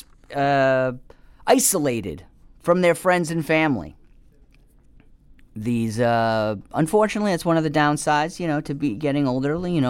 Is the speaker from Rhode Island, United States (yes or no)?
yes; Rhode Island, United States; now in New York, United States; I grew up in Rhode Island.